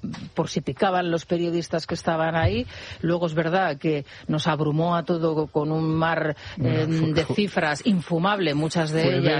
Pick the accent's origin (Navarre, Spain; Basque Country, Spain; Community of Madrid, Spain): Community of Madrid, Spain; Madrid; porque somos muchos los madrileños y mucha gente del entorno urbano que acude a estos lugares